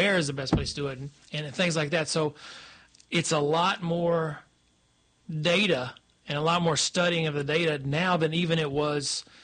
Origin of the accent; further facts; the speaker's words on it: Kentucky, United States; moved away as an adult; now in Wilson County, United States; I grew up right outside of Owensboro, Kentucky. Went to school at Western Kentucky University. I've been in Wilson County for, halfway into 26 now, so about 26 years I've been in Wilson County.